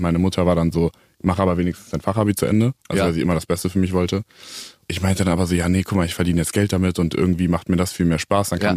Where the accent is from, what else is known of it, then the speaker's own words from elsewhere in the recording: Melsungen, Hesse, Germany; In Kassel, also Nähe Kassel, Melsungen heißt das.